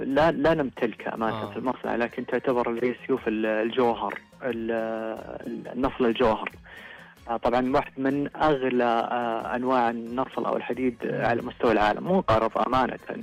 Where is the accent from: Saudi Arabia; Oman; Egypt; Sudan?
Saudi Arabia; هذا يأثر فينا كثير، أنه باقي محافظين على تراثنا، على هويتنا، على انتقائنا للشخصية الأعظم بالنسبة لنا كسعوديين.